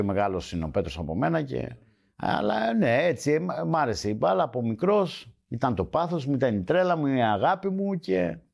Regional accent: Agia Varvara, Attica, Greece; στα Καμίνια, εκεί στην Αγία Βαρβάρα, εκεί που μεγάλωσα, παίζαμε μπάλα.

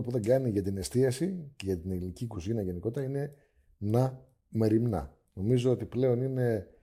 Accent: Crete, Greece; που λέμε εμείς εδώ στην Κρήτη

